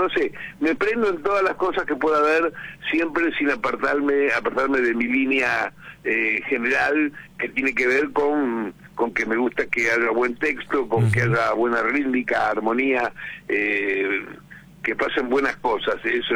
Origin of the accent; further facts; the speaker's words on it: Rosario, Santa Fe, Argentina; que soy rosarino, que mis abuelos eran piamonteses y andaluces por el otro lado